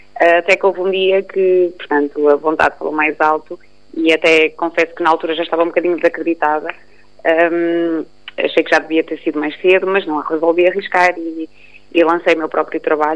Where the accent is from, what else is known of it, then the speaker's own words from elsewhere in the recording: Norte, Portugal; Eu sou minhota e já há algum tempo que queria trazer aqui um bocadinho esse registro